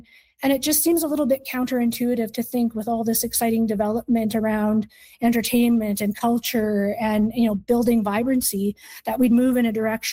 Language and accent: English; Regina, Saskatchewan, Canada; I mean, I'm from Regina, and I know, you know, there's a lot of exciting things that are happening in Saskatoon right now.